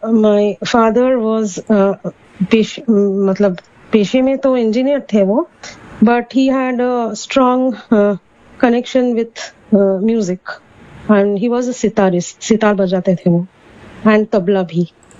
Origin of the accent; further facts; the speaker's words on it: Kolkata, West Bengal, India; now in Bangalore, India; मैं कलकत्ता से हूँ और अभी हम बैंगलोर में सेटल हो गए इधर ही। तो I am basically from a musical family.